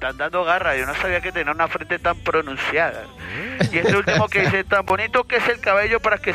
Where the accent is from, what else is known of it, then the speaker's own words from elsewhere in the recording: Bogotá, Colombia; born there; Yo soy el costeño de Temo, papi, porque yo nací acá en Bogotá